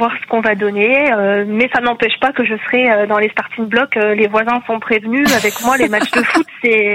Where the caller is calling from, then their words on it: Maxéville, Grand Est, France; Moi, je suis à Maxéville, mais disons Nancy, en fait.